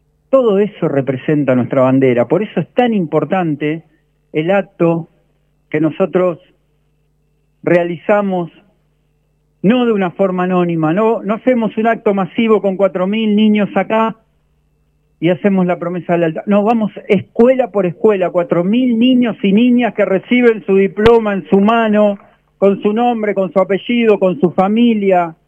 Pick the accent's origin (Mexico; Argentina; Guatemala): Argentina; esto que sentimos como argentinos